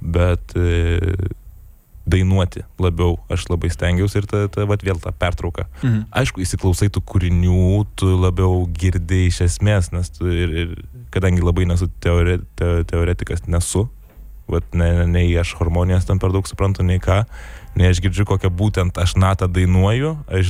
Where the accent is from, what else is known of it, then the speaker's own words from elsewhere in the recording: Gargždai, Klaipėda County, Lithuania; aš iš Gargždų esu